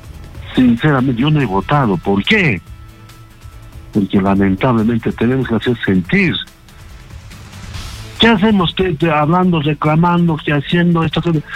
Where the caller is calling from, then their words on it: Peru; yo como peruano